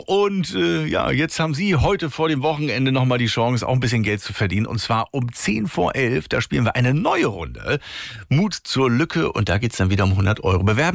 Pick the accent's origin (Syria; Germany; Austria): Germany; Ja, ich bin ja in der DDR groß geworden und als kleiner Junge war der ein großer Star bei uns im Fernsehen.